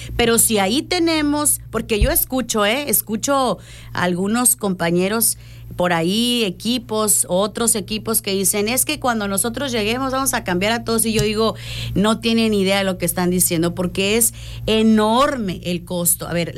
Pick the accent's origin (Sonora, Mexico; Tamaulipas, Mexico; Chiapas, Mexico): Sonora, Mexico; Puerto Peñasco; Soy originaria de Puerto Peñasco.